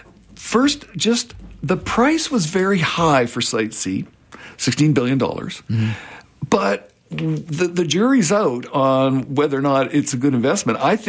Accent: Vancouver, British Columbia, Canada; also born or lived in France; I'm from Vancouver. I did my doctorate in France. I didn't know I'd come back, but I've been a professor here for a long career.

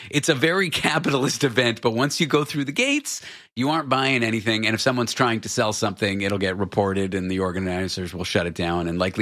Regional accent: Canada; now in United States; Well, I'm a born Canadian. I'm a naturalized. I'm an American by choice, as weird as that statement is. I don't know what the percentages are, though, but most of my life has been lived in Canada.

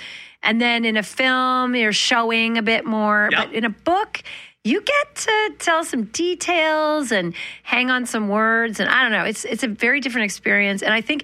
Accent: Manitoba, Canada; Growing up in Manitoba, I always tell this story.

